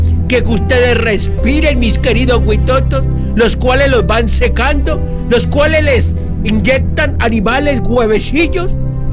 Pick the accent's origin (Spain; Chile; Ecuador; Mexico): Mexico; para servirle a mi pueblo mexicano que sufre, que llora